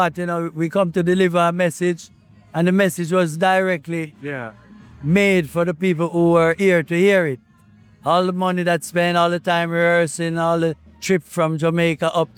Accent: Tours, Centre-Val de Loire, France; also born or lived in Paris; I grew up in Paris. I was born in Paris, and then I grew up in a small city called Tours.

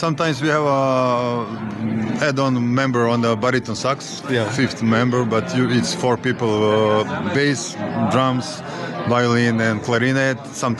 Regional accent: Belgrade, Serbia; English is a second language

